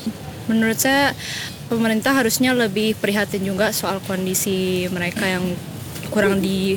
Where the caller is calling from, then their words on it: Mataram, West Nusa Tenggara, Indonesia; saya dari Mataram.